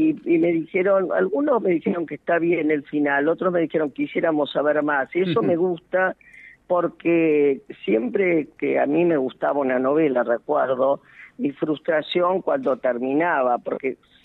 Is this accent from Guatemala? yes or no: no; Argentina; pero todos vivimos en Buenos Aires y la provincia de Buenos Aires. Pero, y amamos nuestra patria